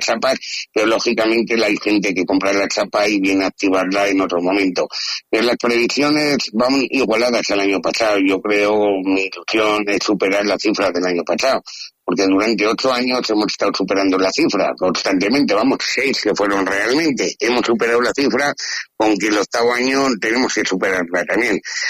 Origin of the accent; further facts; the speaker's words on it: Calatayud, Aragon, Spain; son las fiestas para nosotros, para Calatayud, sin decir que la Virgen de la Peña son malas fiestas. Ojo, son diferentes. Nosotros eso es una fiesta. Vamos, que lo vivimos desde crío. Yo tengo 58 años